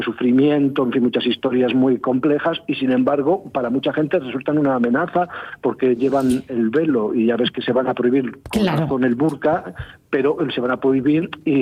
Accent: Asturias, Spain; yo soy asturiana

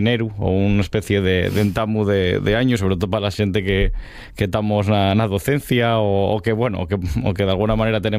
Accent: Asturias, Spain

